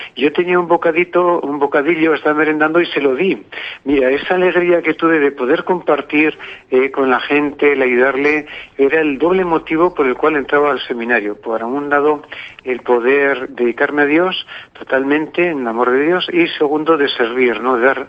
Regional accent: Cordovín, La Rioja, Spain; ver sobre todo la fe tan bella que había en mi pueblo, en este pueblo tan bonito de Cordobín, donde la viña es lo más bonito, el vino, etcétera.

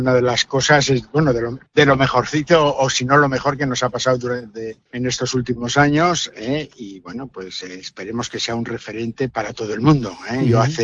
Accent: La Rioja, Spain; es un orgullo como riojano

